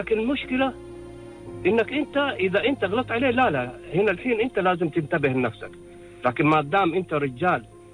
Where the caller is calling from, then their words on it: Jubail, Eastern Province, Saudi Arabia; من الجبيل، من السعودية.